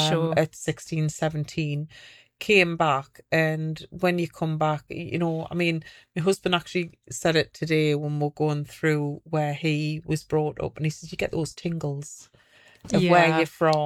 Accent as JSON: {"language": "English", "region": "North East England", "country": "United Kingdom", "also_born_or_lived": "Australia", "said": "no, from UK, Geordieland."}